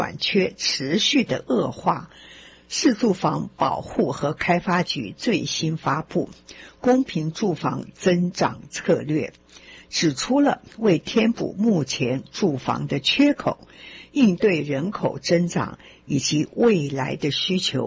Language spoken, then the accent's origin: Chinese; China; now in Long Island, United States; 你会觉得我们中国人每次到了哪一个地方，都是先买房子，觉得先有一个住的地方才能安定你的心嘛